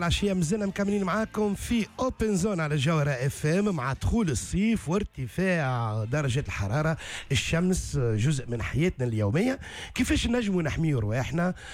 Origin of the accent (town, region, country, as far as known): Tunisia